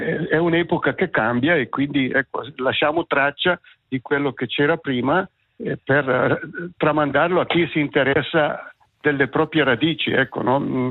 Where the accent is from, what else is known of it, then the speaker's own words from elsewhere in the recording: Camorino, Ticino, Switzerland; accent: Camorino dialect; Il nostro dialetto, il dialetto di Camorino, era piuttosto chiuso, si usava molto presente la U